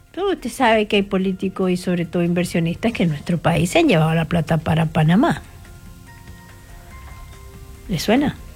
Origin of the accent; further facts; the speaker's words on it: Chile; nosotros como chilenos